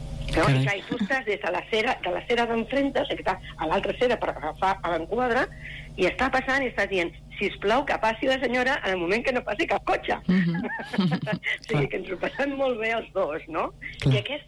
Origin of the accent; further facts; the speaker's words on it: Sabadell, Catalonia, Spain; moved away as an adult; now in Castellar del Vallès, Spain; jo soc de Sabadell, però nosaltres vivim a Castellà, els dos vivim a Can